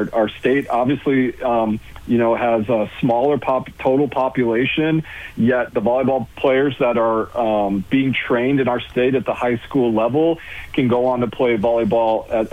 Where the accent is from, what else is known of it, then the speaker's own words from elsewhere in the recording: Illinois, United States; Yeah, well, I grew up outside Chicago. I started playing volleyball in high school.